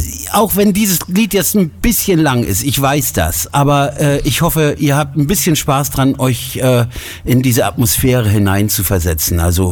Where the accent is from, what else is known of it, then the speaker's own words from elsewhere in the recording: Hamburg, Germany; Und zwar sogar hier in meiner Heimatstadt Hamburg.